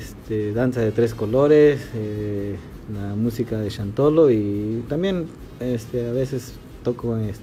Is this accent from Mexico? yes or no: yes; San Luis Potosí, Mexico; yo toco la guitarra huapanguera y también soy originario de Huixquilititla.